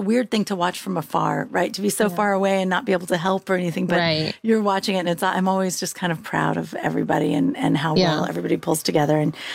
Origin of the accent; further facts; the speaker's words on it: Pope Valley, California, United States; moved away; I grew up near Middletown in Pope Valley, California.